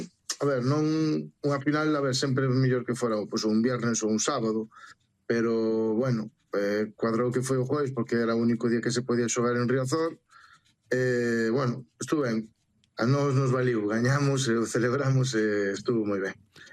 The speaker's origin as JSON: {"language": "Galician", "town": "A Coruña", "region": "Galicia", "country": "Spain", "said": "A verdad que os que somos da Coruña e do Deportivo, pois, pues, increíble."}